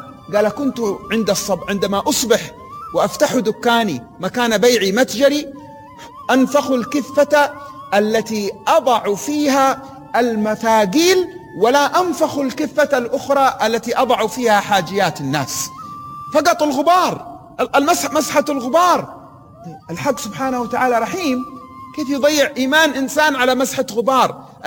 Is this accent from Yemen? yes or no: yes; Hadramawt, Yemen; امرأة من المزارعات لا تقرأ ولا تكتب عندنا في حضرموت